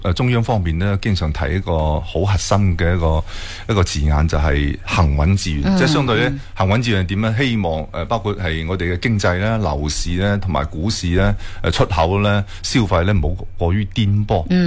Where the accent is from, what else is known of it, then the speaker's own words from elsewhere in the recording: Foshan, Guangdong, China; 以前我哋即系以传统嘅禅城区啊，可能佛山人咧